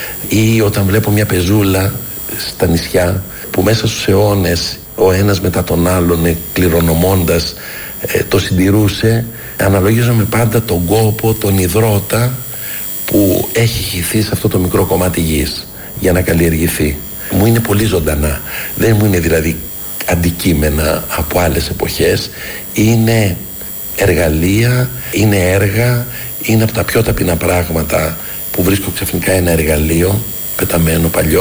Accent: Athens, Attica, Greece; Όταν ήμουν πολύ μικρό παιδάκι, έμενα δίπλα σε ένα γήπεδο. Εκεί γεννήθηκα, στα Ηλίσια, στο γήπεδο ποδοσφαίρου του Ηλυσιακού.

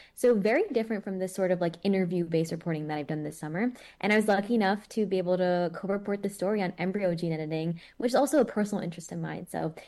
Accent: New York City, New York, United States; I'm from New York City.

